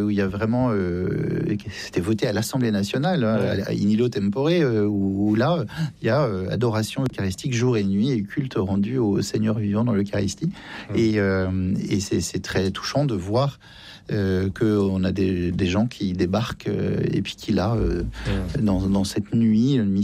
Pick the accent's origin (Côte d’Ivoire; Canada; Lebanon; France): France; Et puis quand on est français, que voulez-vous, on se refait pas.